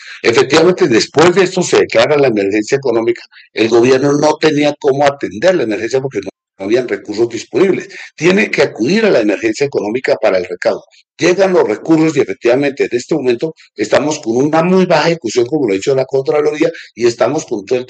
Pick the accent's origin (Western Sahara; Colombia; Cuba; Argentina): Colombia; Allí tenemos nosotros, es que como colombianos, es una veeduría que esa decisión se haga y se haga correctamente.